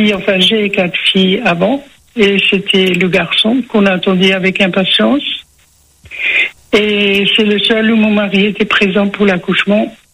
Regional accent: Strasbourg, Grand Est, France; moved away; À la campagne, enfin, mais je suis originaire de Strasbourg

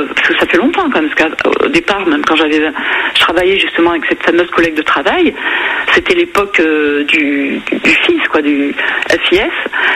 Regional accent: Algiers, Algiers Province, Algeria; born there; Avec la ville surtout où je suis née. Parce que moi, je suis née à Alger.

